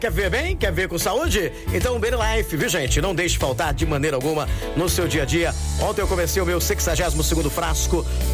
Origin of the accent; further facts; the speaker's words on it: Descalvado, São Paulo, Brazil; Também Descalvado, minha terra querida amada inesquecível, onde começou tudo em minha vida